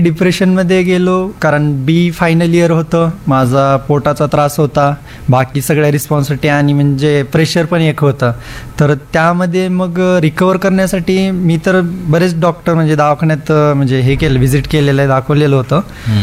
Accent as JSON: {"language": "Marathi", "town": "Dharashiv", "region": "Maharashtra", "country": "India", "said": "कॉलेजमध्ये कधी कधी मी आता मी उस्मानाबादचाच आहे ना"}